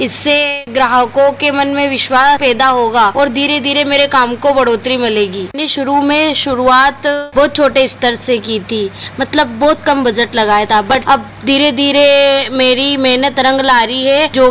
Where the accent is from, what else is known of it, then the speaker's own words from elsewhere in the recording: Jhalawar district, Rajasthan, India; मैं झालावाड़ जिले के पिडावत तहसील के रायपुर के पास ग्राम दिवलखेड़ा की रहने वाली हूँ।